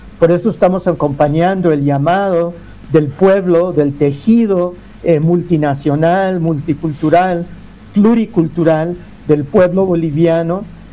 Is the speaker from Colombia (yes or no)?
yes; Colombia; moved away; also born or lived in United States; Les hablo precisamente desde la Ciudad de México, que es sede del tribunal. Soy jurista de origen colombiano, pero que he residido muchos años en Estados Unidos.